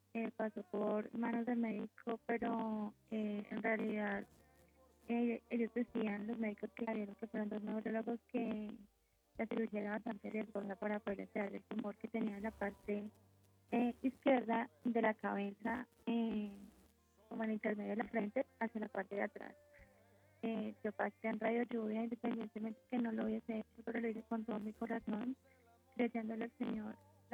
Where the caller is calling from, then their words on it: Bogotá, Colombia; Estoy en el 20 de julio, aquí en Bogotá.